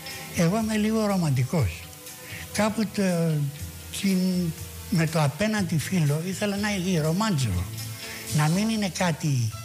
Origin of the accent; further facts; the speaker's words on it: Greece; Είμαι Έλληνας.